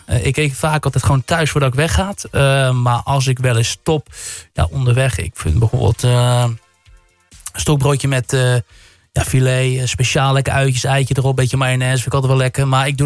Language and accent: Dutch; Schiedam, South Holland, Netherlands; ik ben geboren getogen in Schiedam. En waar ik woon ik al heel mijn leven.